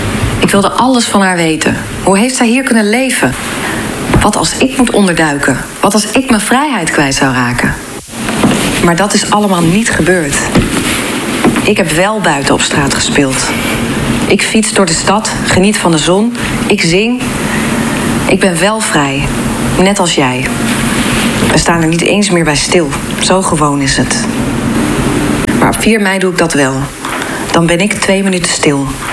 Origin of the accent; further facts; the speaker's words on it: Amsterdam, North Holland, Netherlands; born there; Ik ben geboren in Amsterdam. Vlakbij en in hetzelfde huis als Anne Frank.